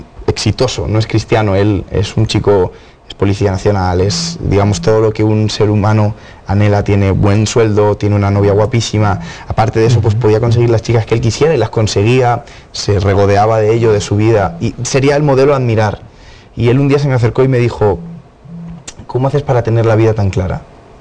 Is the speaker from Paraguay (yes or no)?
no; Spain